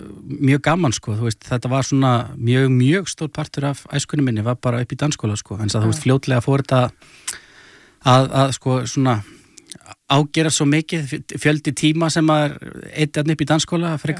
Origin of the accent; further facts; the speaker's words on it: Garðabær, Capital Region, Iceland; also born or lived in Kópavogur; now in Reykjavík, Iceland; Í blábyrjun þá bjó ég í Furugrund í Kópavogi en flutti síðan hóflega snemma í Garðabæinn og þar ólst ég upp alveg þangað til að maður fó bara að finna sér eigi húsnæði sko.